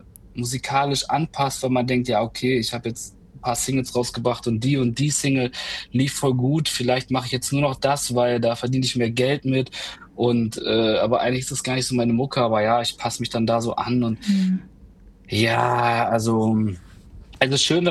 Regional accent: Hörste, Germany; die Stadt, also an sich von Hörste, wo ich herkomme, nach Osnabrück, das sind 25 Minuten mit Zug, also es ist direkt um die Ecke quasi.

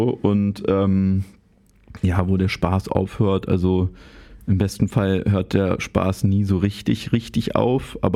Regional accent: Berlin, Germany; ich bin ja da so im Tiergarten aufgewachsen

